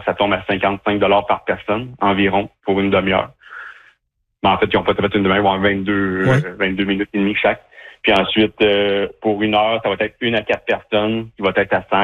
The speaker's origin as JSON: {"language": "French", "region": "Quebec", "country": "Canada", "tie": "born or raised there", "said": "J'étais en Estrie pour commencer, vu que je suis originaire de l'Estrie, donc c'est plus facile à proximité."}